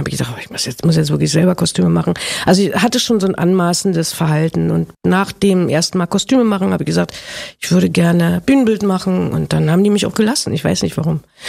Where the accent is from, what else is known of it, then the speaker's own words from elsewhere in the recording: Berlin, Germany; Ich komme aus der Gegend, für mich ist Union vertraut, für mich ist es Heimat.